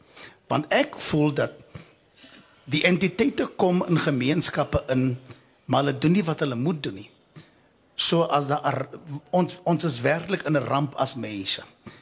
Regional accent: Johannesburg, Gauteng, South Africa; Nou, ek kom van Westbury, gemeenskap, wat geweldig onder groot moeilikheid is met betrekking tot bende geweld en dwelms.

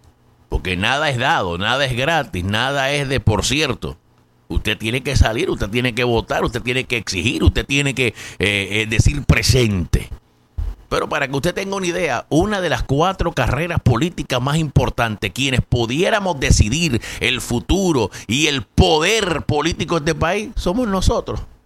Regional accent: Puerto Rico; now in Allentown, United States; mi gente puertorriqueña

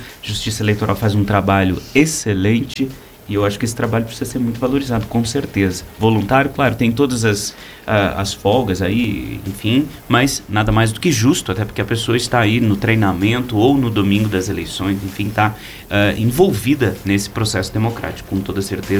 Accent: Joinville, Santa Catarina, Brazil; now in Federal District, Brazil; como sou natural de Santa Catarina, eu tenho uma lembrança bela das praias de Santa Catarina

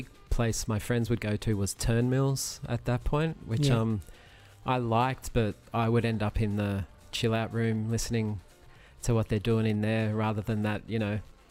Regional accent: Penrith, North West England, United Kingdom; Like I played in a jazz band at school, which was pretty anomalous to growing up in Penrith.

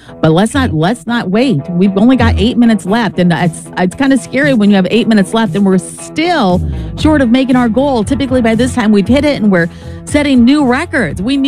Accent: Minnesota, United States; I'm even from Minnesota, I never heard of this city, Montemedia.

